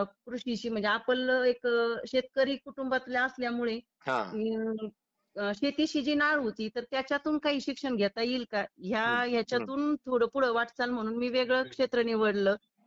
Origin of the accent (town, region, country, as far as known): Bhenda, Maharashtra, India; born there